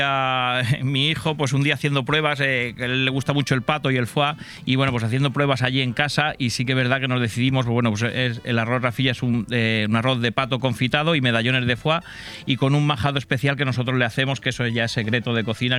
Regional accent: Huéscar, Andalusia, Spain; moved away; de mi tierra, de Huescar, de Granada

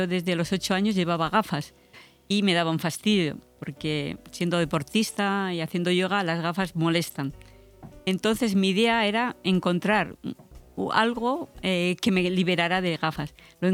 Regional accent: Miranda de Ebro, Castile and León, Spain; born there; Yo nací en Miranda de Ebro, en Burgos. Fui a vivir con la familia Bilbao.

